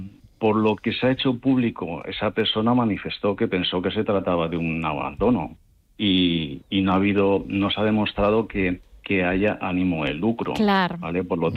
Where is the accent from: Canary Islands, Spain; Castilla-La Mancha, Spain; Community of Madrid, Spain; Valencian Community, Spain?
Valencian Community, Spain; Como valencianos, reservándonos de la comunidad valenciana, pues por ejemplo Sorolla, Pinazo, los hermanos Benlluure, Mompó, Segreyes, ¿vale? Son autores de aquí de la tierra